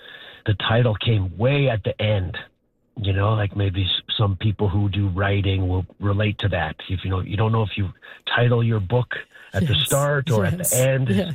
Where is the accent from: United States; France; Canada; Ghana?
Canada; Carlisle, Saskatchewan; I was raised in Carlisle, Saskatchewan. And my parents, we had such a good upbringing, and a lot of it was, you know, rooted in Christian Bible study and that kind of thing.